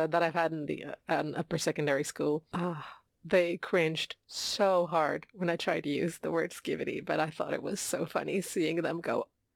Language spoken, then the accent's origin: English; Gothenburg, Västra Götaland, Sweden; English is a second language; I mean, I grew up just outside of Gothenburg. basically in Gothenburg, but just on the outside.